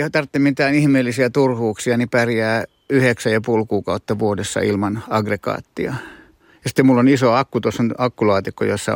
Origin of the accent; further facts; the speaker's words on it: Helsinki, Uusimaa, Finland; born there; moved away as an adult; also born or lived in Turku archipelago / Åland; Se on vahinko. Tai ei varmaan vahinko, mutta Helsingissä. Lähdin töiden perässä heti, kun mä täytin 18, niin Turun saaristoa, missä pääsin vanhainkotiin kokiksi. Sitten mä oon käynyt Ahvenanmaalla ravintolakouluun